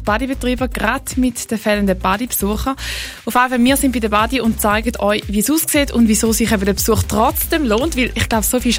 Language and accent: German; Switzerland; ich bin selber vom Bodensee, ich wohne am Bodensee.